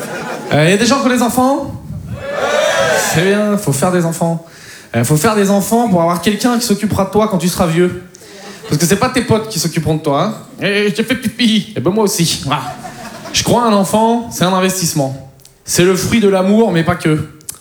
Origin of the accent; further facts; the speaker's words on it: Poitiers, Nouvelle-Aquitaine, France; Mais moi, je viens de Poitiers, j'ai un pote, c'est un Kiki.